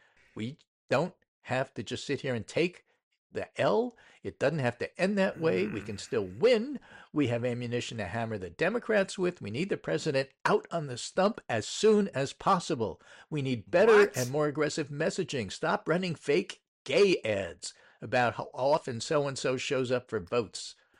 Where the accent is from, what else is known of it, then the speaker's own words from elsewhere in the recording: Iowa, United States; if the environment is this bad in my home state, Iowa, where Trump has been the most popular political figure for the last decade